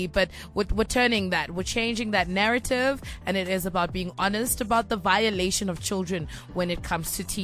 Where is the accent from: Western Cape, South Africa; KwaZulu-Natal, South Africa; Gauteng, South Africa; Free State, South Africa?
Gauteng, South Africa; Soweto; I grew up in Soweto in a community where my best friend at 14 fell pregnant